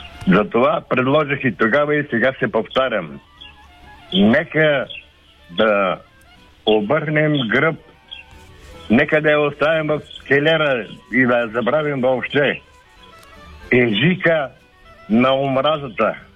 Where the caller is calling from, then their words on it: Sofia, Sofia City, Bulgaria; от София съм.